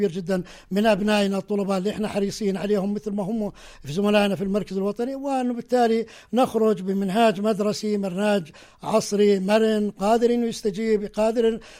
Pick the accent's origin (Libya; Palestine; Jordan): Jordan; إحنا بحاجة كأردنيين